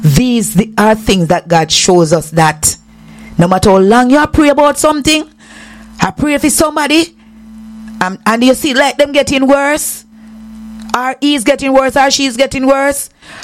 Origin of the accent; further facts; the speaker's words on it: Jamaica; Patrick Ewing made me fall in love with the Knicks as a Jamaican.